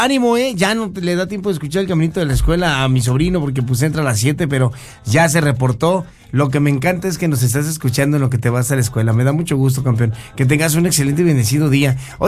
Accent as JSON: {"language": "Spanish", "country": "Mexico", "said": "hay que celebrar que somos mexicanos."}